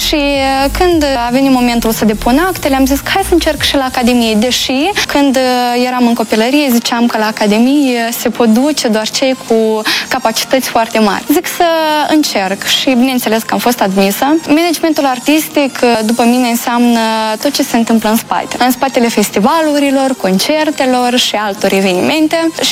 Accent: Țareuca, Rezina District, Moldova; Sunt originară din satul Țariuca, raionul Rezina

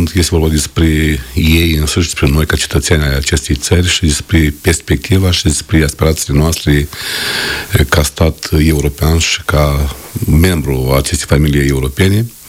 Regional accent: Moldova

